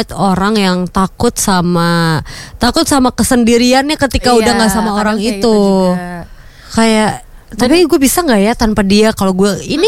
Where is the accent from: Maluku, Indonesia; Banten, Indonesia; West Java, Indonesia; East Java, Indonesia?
Maluku, Indonesia; Ambon; aku orang Ambon.